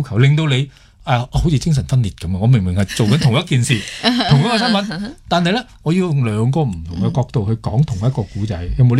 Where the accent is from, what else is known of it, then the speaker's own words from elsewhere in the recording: Hong Kong; 作为香港人